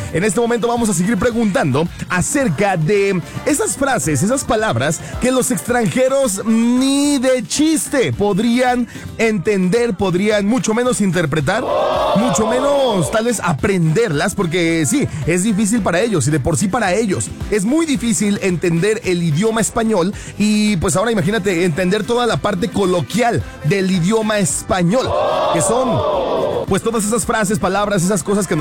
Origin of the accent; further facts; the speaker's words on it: Mexico; Yo soy mexicano y ni yo te entendí.